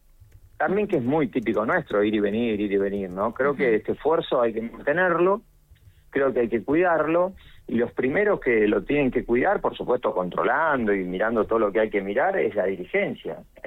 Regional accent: Argentina; nosotros como argentinos somos bastante olvidadizos de algunas cosas.

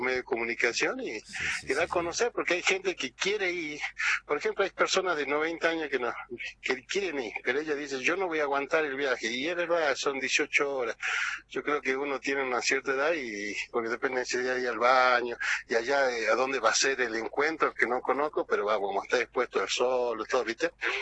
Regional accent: La Quiaca, Jujuy, Argentina; que somos de la Quiaca, que somos de la prelatura.

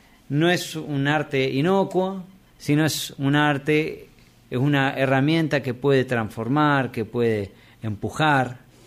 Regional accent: Concepción del Uruguay, Entre Ríos, Argentina; yo nací en Concepción de Uruguay, vivo en Entre Ríos, soy parte del litoral

